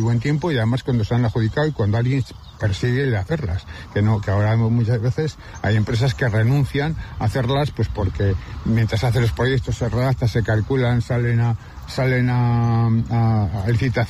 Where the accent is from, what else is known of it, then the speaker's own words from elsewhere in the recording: Guardo, Castile and León, Spain; Bienvenidos a mi pueblo.